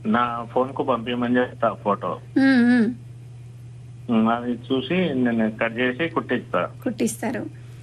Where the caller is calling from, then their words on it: Mahabubnagar, Telangana, India; నేను మహబూబ్ నగర్ నుంచి మాట్లాడుతున్నాను.